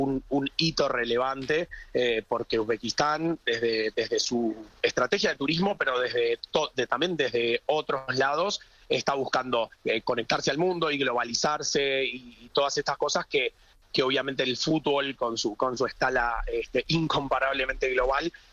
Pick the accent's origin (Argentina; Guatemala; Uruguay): Uruguay; y yo que soy uruguayo, un país muy futbol